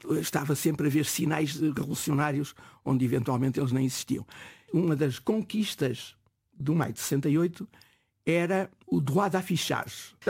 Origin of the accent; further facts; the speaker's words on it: Portugal; como todos os portugueses, o que eu queria era sair do país e ir ver outros países onde realmente havia outra liberdade.